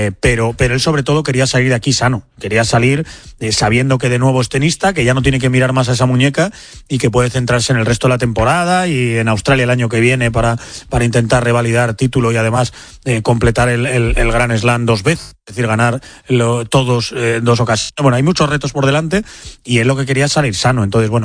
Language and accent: Spanish; Spain